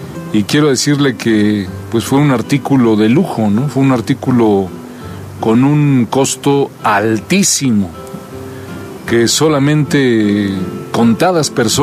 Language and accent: Spanish; Mexico